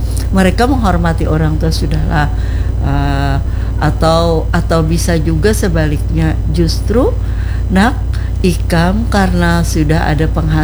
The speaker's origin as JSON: {"language": "Indonesian", "area": "Banjar", "region": "South Kalimantan", "country": "Indonesia", "said": "orang kita Banjar"}